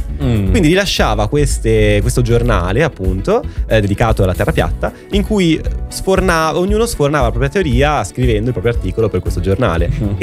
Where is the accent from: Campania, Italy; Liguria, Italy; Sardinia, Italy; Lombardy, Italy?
Lombardy, Italy; Nova Milanese; nel mio paese c'è un sacco di chiese proprio evangeliche, a Nova Milanese, c'è almeno due chiese evangeliche, più un tempio di testimoni di Geova.